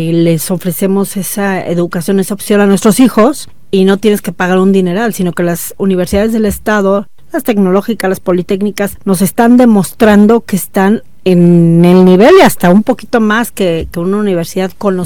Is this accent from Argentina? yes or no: no; Mexico; Somos mexicanos y ahorita que estamos en el mundial, por todo.